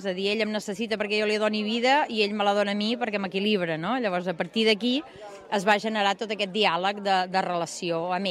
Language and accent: Catalan; Girona, Catalonia, Spain; also born or lived in Terrassa; De Girona. Sí, jo estic allà vivint i nascuda, bueno, nascuda a Terrassa, però viscuda a Girona molt de temps. I d'allà, però després hem passat per molts i molts llocs.